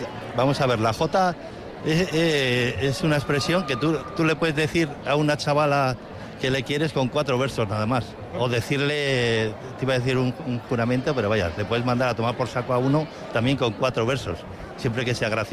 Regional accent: Marcilla, Navarre, Spain; now in Pamplona, Spain; Soy de Marcilla, pero vivo aquí en Pamplona

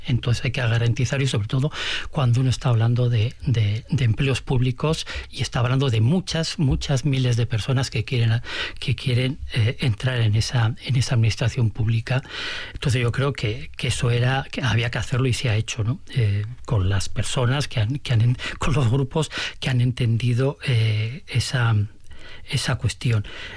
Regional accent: Barakaldo, Basque Country, Spain; como yo soy de Baracaldo y paso muchísimo tiempo en Rioja Alavesa

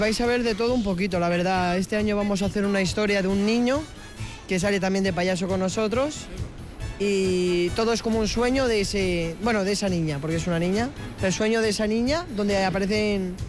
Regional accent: Barakaldo, Basque Country, Spain; born there; moved away; yo soy de aquí de... Nací en Cruces, o sea, soy vasco, como toda mi familia, somos vascos todos.

